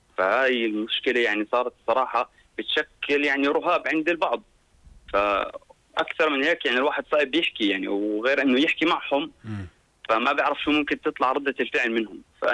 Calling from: Zarqa, Zarqa Governorate, Jordan; عندنا في الزرقاء

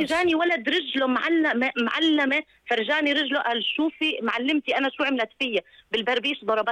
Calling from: Aqaba, Aqaba Governorate, Jordan; جدا سيء الوضع عندنا بالعقبة.

